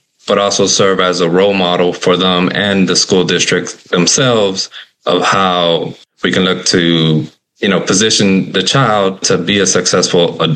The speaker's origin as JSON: {"language": "English", "town": "Miami", "region": "Florida", "country": "United States", "said": "I'm from Miami, Florida."}